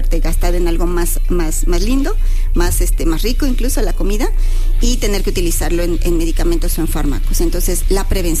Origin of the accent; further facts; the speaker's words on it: Mexico; como mexicanos tenemos al menos el 30% de la población mexicana adulta tiene deficiencia de vitamina D.